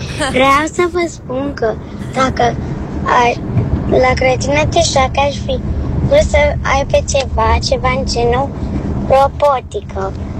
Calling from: Constanța, Constanța County, Romania; din Constanța. Am 7 ani, 8 ani

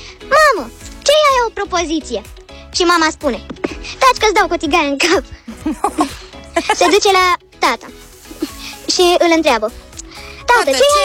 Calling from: Bucharest, Romania; din București, am aproape 9 ani

